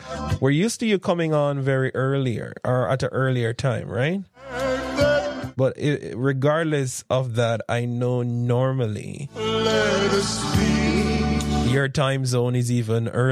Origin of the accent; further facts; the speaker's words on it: Spanish Town, Saint Catherine, Jamaica; I like how Spanish Town is being transformed. That's my home town, right?